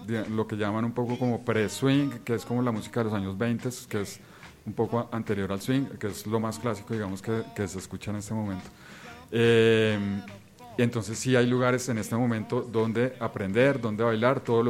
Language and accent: Spanish; Bogotá, Colombia; yo soy bogotano, sí.